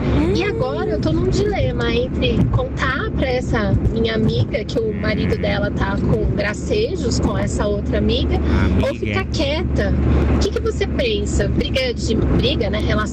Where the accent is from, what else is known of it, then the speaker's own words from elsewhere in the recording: Taboão da Serra, São Paulo, Brazil; eu sou de Taboão.